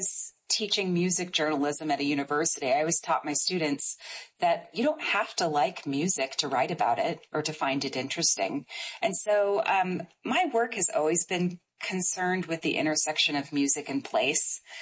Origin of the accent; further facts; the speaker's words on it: Indiana, United States; I'm from Southern Indiana.